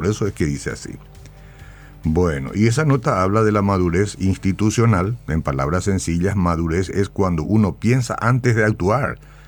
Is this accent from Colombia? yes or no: no; Paraguay; porque somos paraguayos y llevamos la albirroja en el corazón